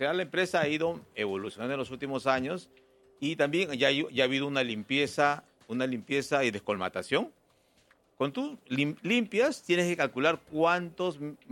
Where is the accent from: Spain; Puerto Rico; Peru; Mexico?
Peru; Lima; Nosotros como limeños